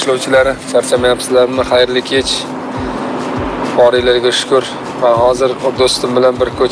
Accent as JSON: {"language": "Uzbek", "region": "Tashkent", "country": "Uzbekistan", "tie": "born or raised there", "said": "Yoshligimizda Yunusobodda turardik."}